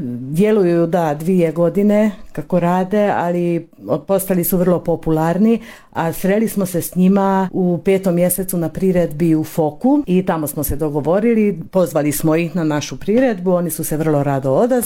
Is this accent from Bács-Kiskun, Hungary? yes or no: no; Martinci, Baranya, Hungary; kod nas u Martincima